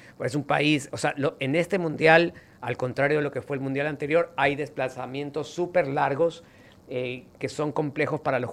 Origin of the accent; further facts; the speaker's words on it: Argentina; como soy argentino también